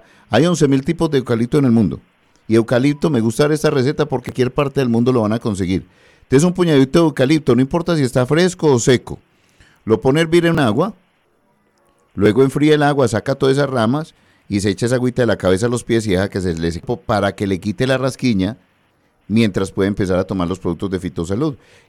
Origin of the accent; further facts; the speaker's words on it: Medellín, Antioquia, Colombia; born there; Ahí nací yo, ahí estaban los recuerdos de mi familia y todo.